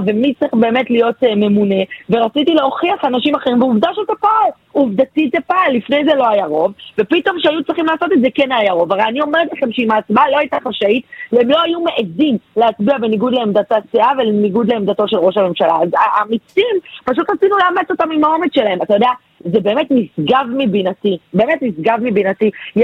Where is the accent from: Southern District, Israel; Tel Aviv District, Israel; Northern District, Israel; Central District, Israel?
Tel Aviv District, Israel; Tel Aviv; מאיפה שבאתי, מהתחנה המרכזית הישנה שם גדלתי